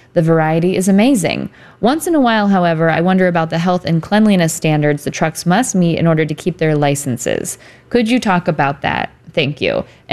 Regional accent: Ohio, United States; Shout out to the 330, my hometown.

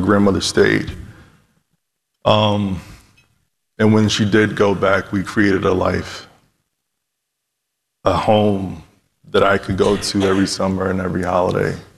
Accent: New York, United States; So I'm from New York. I'm from Harlem. I'm a product of the Great Migration.

